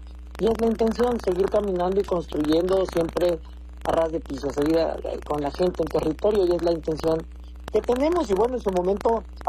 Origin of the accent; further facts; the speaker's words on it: Chilpancingo, Guerrero, Mexico; Nacimos aquí, en Chilpancingo, que estudié la primaria, en la Escuela Morelos, la secundaria, Escuela Raimundo Barca Alarcón, el bachillerato en el Colegio de Bachilleros en plantel número 1, la facultad en la Universidad Autónoma de Guerrero.